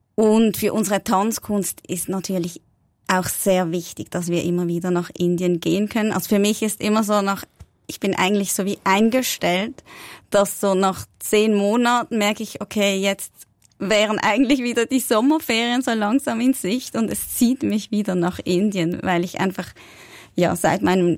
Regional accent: Switzerland; first language German; Wir sind in der Schweiz aufgewachsen, unsere Muttersprache ist Deutsch

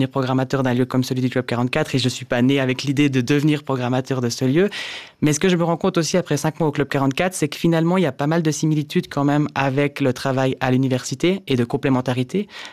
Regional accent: Mettembert, Jura, Switzerland; born or raised there; also born or lived in Neuchâtel

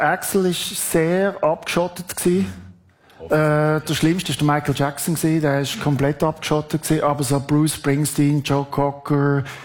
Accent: Basel, Basel-Stadt, Switzerland; Und dann, ihr gehört, ich bin in Basel aufgewachsen. Dort sind die grossen Rockshows gesehen im Jockeli-Stadion, oder?

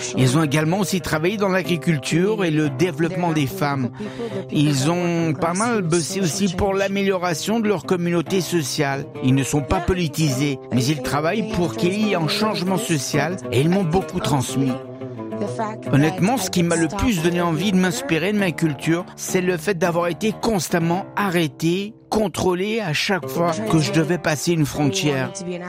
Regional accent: Sudan; now in United States; Je suis une femme noire, une musulmane, une immigrante, et je suis aussi une Soudanaise qui vit aux États-Unis.

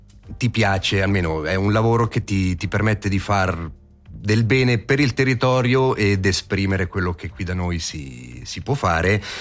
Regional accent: Ticino, Switzerland; tu ti trovi lì da ticinese, dici ma te perché sei qui dalla

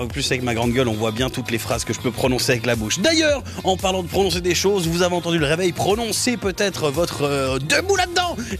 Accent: Neuchâtel, Switzerland; Je suis de Neuchâtel

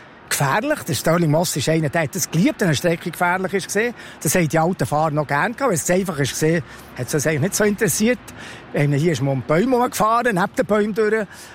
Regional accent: Switzerland; Aber das Problem ist, wir haben die Autoindustrie bei uns in der Schweiz nicht.

